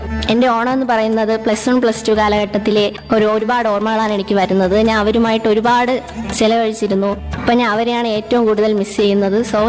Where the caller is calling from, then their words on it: Tholicode, Kerala, India; ഞാൻ Vishwadarshini T T ഐയിലാണ് പഠിക്കുന്നത്. ഞാൻ തൊളിക്കോട് നിന്നാണ് വരുന്നത്.